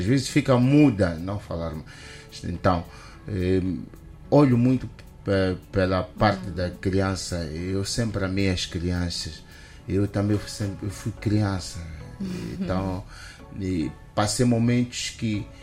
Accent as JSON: {"language": "Portuguese", "country": "Mozambique", "said": "Eu sou moçambicano, sou original."}